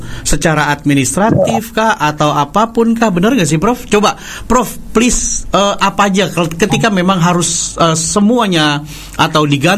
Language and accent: Indonesian; North Sumatra, Indonesia; saya memang bukan warga Indramayu atau warga Jawa Barat, saya adalah Sumatera Utara